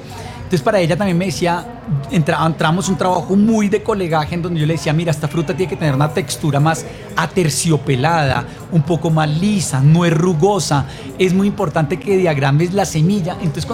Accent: Colombia; es un gran reto que tenemos como colombianos también

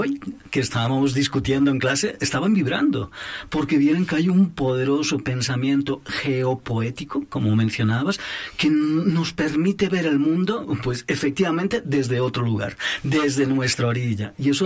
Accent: Caribbean coast, Colombia; como costeño que soy

